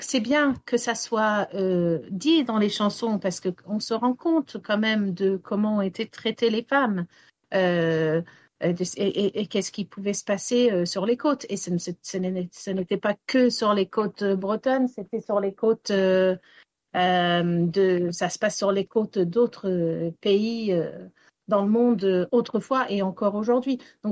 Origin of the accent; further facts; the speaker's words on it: Wales, United Kingdom; first language English; French is a second language; now in Brittany, France; Le français, en fait, c'est ma langue maternelle parce que c'est ma mère qui me parlait français. Mais ma mère m'a élevée au Pays de Galles. Et c'est pour ça que ce n'est pas ma langue maternelle parce qu'en fait, c'est l'anglais qui a pris le dessus sur le français.